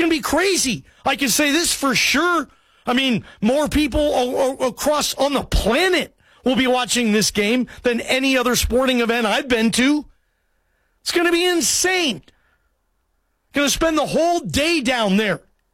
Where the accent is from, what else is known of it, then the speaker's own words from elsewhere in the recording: Seattle, Washington, United States; Guys, I'm from Seattle. I've seen more games in that stadium than any stadium ever. It's going to be weird seeing, like, my stadium.